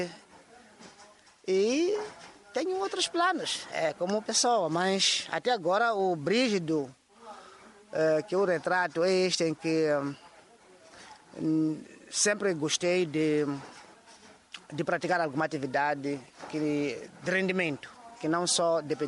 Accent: Inhambane, Mozambique; born there; also born or lived in Homoíne / Maxixe; Eu nasci aqui em Umuine, no tempo da guerra, na verdade. No ano de 84, passamos a viver em Bembe. E aí ficamos crescendo.

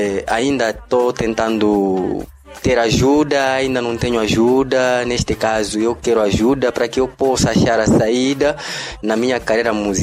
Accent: Quelimane, Zambezia, Mozambique; Portuguese is a second language; moved away; also born or lived in Muxungue; Iniciei com o meu dialeto materno lá na terra em Quelimane

